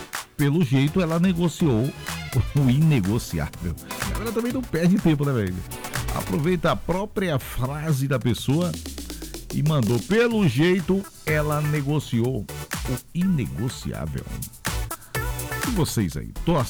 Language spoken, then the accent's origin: Portuguese; Brazil; born there; Sarinha City, lá no meu gueto, onde eu nasci.